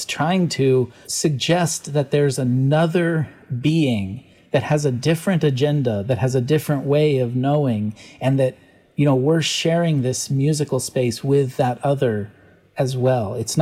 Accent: Alaska, United States; I was born and raised in Alaska, and I'm like really tight with snow and ice.

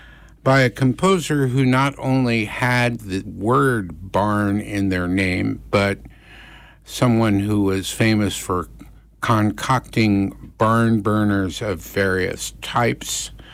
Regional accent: Cincinnati, Ohio, United States; moved away; my hometown of Cincinnati. When I was growing up in the morning, we listened to WKRC, not P

